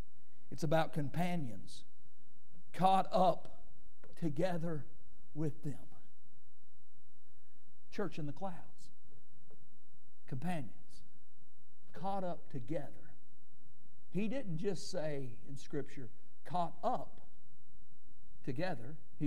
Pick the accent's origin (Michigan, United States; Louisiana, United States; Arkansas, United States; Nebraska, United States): Arkansas, United States; also born or lived in Canada; I grew up in Arkansas, and I was born in Canada.